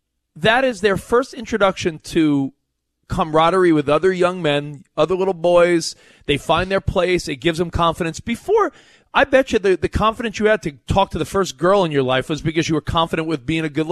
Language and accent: English; New York, United States; I'm from New York.